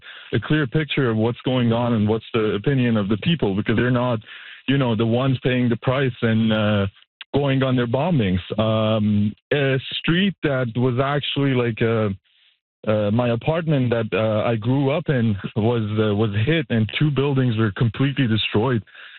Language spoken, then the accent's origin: English; Iran; moved away as an adult; now in Montreal, Canada; I'm from Iran. I could give you a firsthand view because I was there till 27th of February. My flight to Montreal was actually the last flight leaving the country.